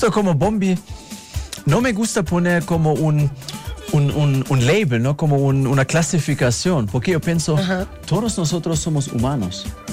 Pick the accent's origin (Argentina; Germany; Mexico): Germany; moved away as an adult; also born or lived in London; yo soy de Alemania. Yo he tenido la suerte de trabajar y vivir en diferentes partes del mundo y llegué aquí a Latinoamérica.